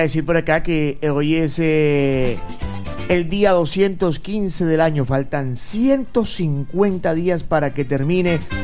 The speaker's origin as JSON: {"language": "Spanish", "country": "Colombia"}